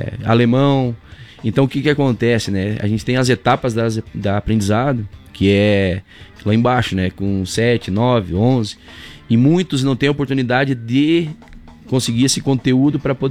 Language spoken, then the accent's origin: Portuguese; São Domingos, Santa Catarina, Brazil; mas eu sou da região aqui, sou natural de São Domingos, né, tive a formação lá no nosso Independente